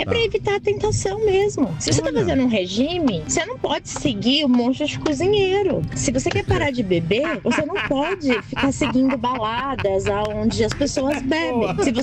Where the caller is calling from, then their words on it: Guarulhos, São Paulo, Brazil; eu sou aqui de Guarulhos.